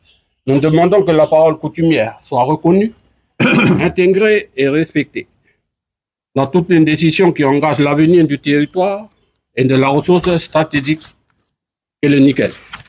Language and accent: French; New Caledonia